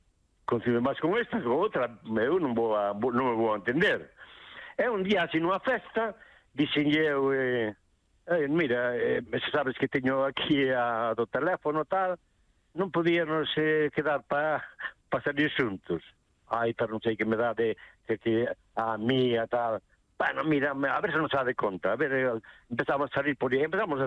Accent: Ribeira, Galicia, Spain; moved away; Pois é o son de Ribeira, vine aquí ao son que tiña unha moza.

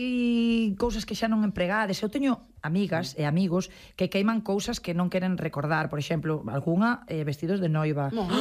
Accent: A Coruña, Galicia, Spain; Si, sí, somos coruñesas, Antón, por Dios.

